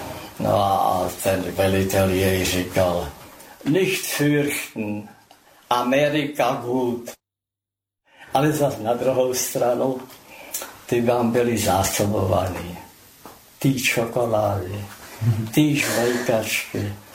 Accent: South Bohemian Region, Czechia; born there; first language German; Czech is a second language

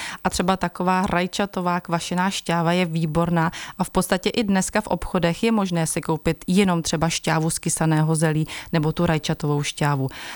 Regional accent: Bohemia, Czechia; A my u nás v Čechách, já třeba vyrábím, já tomu říkám tradiční knínické kimchi

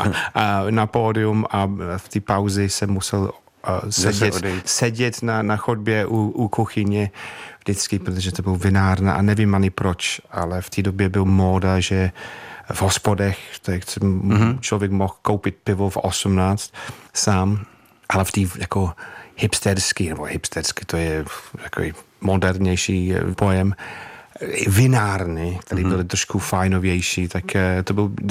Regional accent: Manchester, North West England, United Kingdom; now in Czech Republic; já jsem byl moc mladý na … a pak jsem byl na … párkrát, ale pak jsem odešel z Manchesteru, tak jsem ten Manchester jsem zažil jenom úplně konce

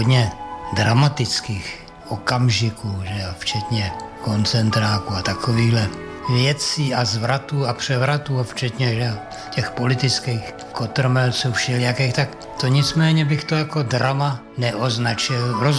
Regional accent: Most, Ústí nad Labem Region, Czechia; No, já jsem původem teda z Mostu. Narodil jsem se v Mostu, na to si příliš nepamatuju. Takový ranní mládí bylo spíš v Ervinicích.

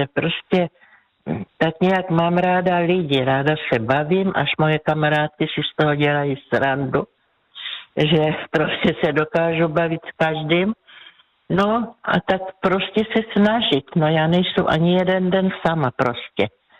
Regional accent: South Moravian Region, Czechia; Vyrůstala jsem v krásném prostředí u Břeclavi dole na Jižní Moravě

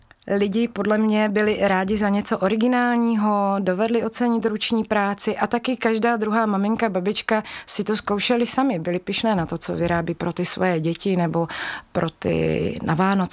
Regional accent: Mohelnice, Olomouc Region, Czechia; jsem z Mohelnice a věnuji se tvorbě z filcu už 10 let.

